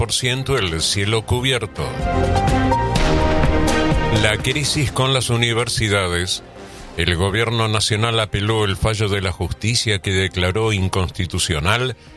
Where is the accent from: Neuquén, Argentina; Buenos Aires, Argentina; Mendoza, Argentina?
Buenos Aires, Argentina; Caballito; Atajé en Ferro y mi parte grande de mi infancia fue en Caballito.